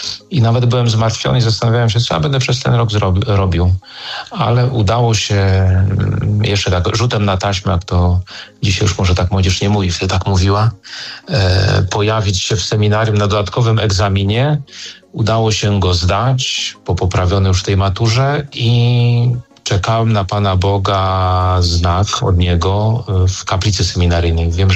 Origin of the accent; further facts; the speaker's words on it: Płock, Masovian Voivodeship, Poland; To była Płocka Katedra, bo pochodzę z Płocka i pracuję obecnie w Płocku.